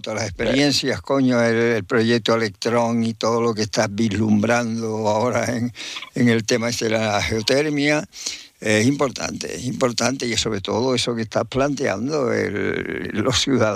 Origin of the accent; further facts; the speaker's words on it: Lanzarote, Canary Islands, Spain; born there; yo nací en Lanzarote